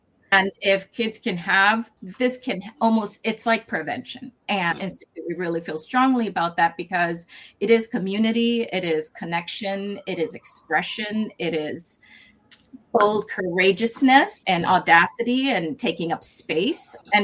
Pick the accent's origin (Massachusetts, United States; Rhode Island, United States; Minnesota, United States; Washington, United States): Massachusetts, United States; Massachusetts.